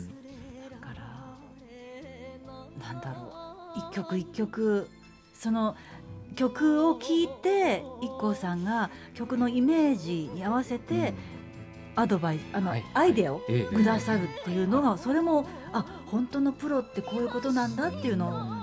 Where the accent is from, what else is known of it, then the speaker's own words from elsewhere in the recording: Wakayama, Japan; moved away; ふるさとの和歌山で